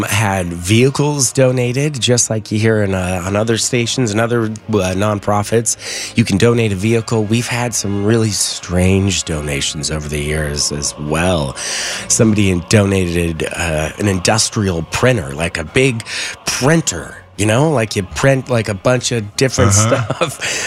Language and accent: English; Washington, United States; Washington, my home state